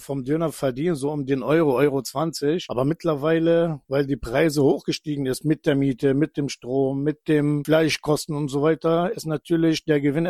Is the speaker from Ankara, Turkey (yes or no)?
no; Konya, Turkey; now in Berlin, Germany; Ich komme aus der Türkei, aus der Region Konya. Bin 1999 nach Deutschland gekommen, spezifisch nach Berlin